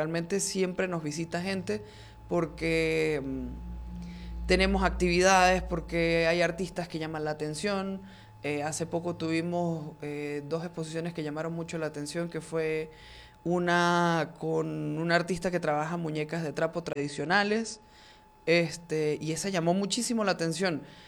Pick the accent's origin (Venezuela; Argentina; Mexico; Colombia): Venezuela; Mérida; apropiémonos como merideños de estos espacios